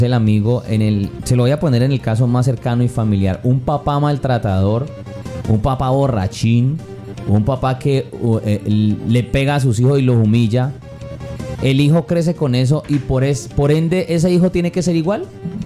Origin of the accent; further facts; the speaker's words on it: Cali, Valle del Cauca, Colombia; como colombiano, como ciudadano del mundo, usted tenga un comportamiento ejemplar